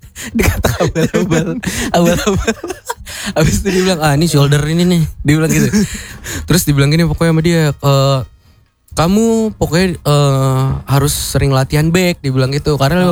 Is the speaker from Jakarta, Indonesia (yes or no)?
yes; Meruya, Jakarta, Indonesia; Ini kan kita orang Meruya. Kita kan orang Meruya nih.